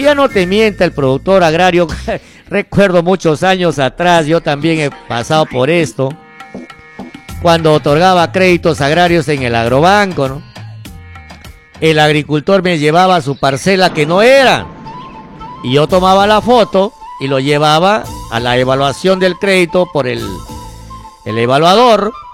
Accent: Amazonas, Peru; nosotros los peruanos que decimos que somos los originarios del cacao

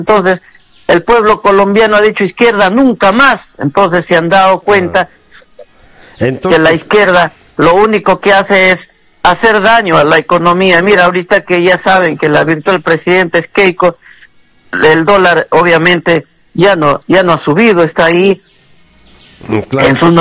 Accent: Peru; porque somos peruanos

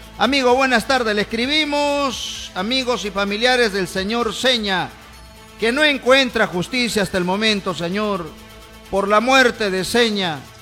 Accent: Peru; le pagamos los peruanos

